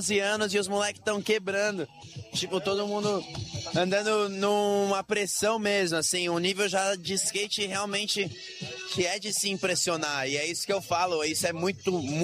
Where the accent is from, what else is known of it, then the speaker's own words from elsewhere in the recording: Florianópolis, Santa Catarina, Brazil; eu sou de Floripa, né, cresci vindo pra Garopaba